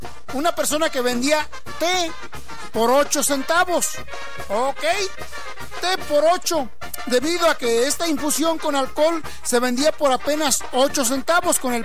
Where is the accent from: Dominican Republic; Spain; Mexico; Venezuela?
Mexico; now in United States; Ni en Canadá, ni aquí en Estados Unidos hay el ambiente que hay en nuestro México lindo y querido.